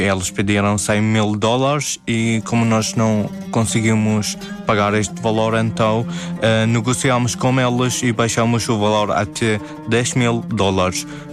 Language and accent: Portuguese; Iraq; moved away